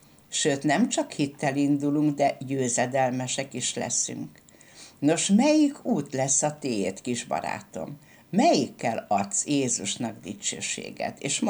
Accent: Hungary; A mi hazánk, mert Isten által ebbe a csodás magyar népbe születtünk, a mi hazánk a mi felelősségünk.

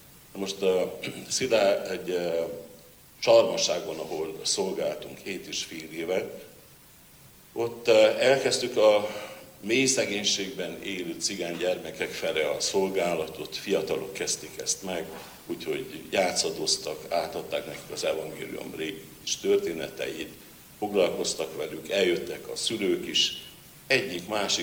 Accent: Luna de Sus, Cluj County, Romania; emlékszem, hogy Kolozsvár mellett, Magyar Lónán, ahol én felnőttem

